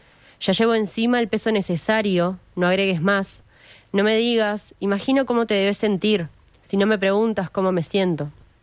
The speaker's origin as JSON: {"language": "Spanish", "country": "Uruguay", "said": "nosotros como uruguayos, como comunidad receptora o como personas que no migramos"}